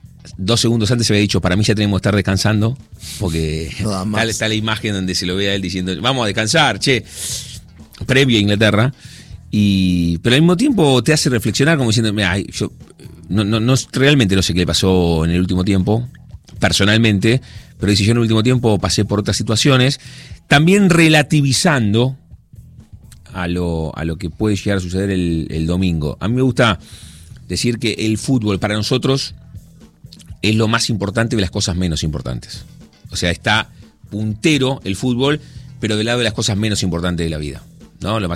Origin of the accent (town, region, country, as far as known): Argentina